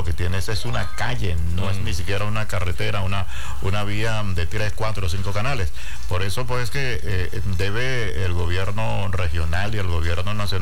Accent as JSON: {"language": "Spanish", "town": "Maturín", "region": "Monagas", "country": "Venezuela", "said": "yo soy el único de Maturín que habla de esta cosa en particular"}